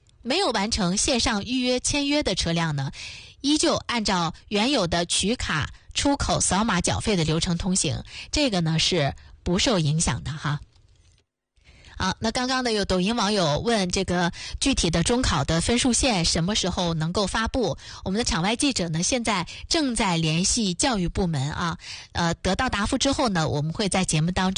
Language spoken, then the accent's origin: Chinese; Yanbian, Jilin, China; 那其实给我们延边人去旅行也带来了极大的方便哈。